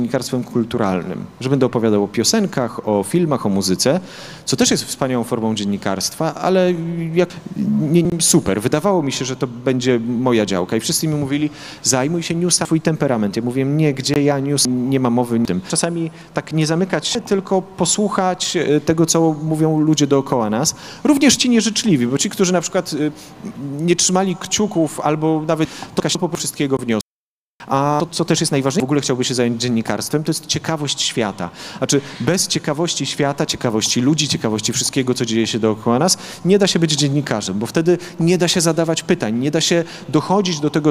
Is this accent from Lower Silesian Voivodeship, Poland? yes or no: no; Podlaskie Voivodeship, Poland